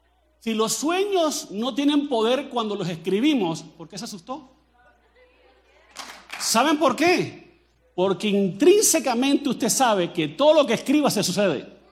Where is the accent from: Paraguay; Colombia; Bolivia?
Colombia; accent: Colombian; pero yo no soy chapín, ni soy charrasqueado, ni soy salvadoreño, soy colombiano, hablo como colombiano.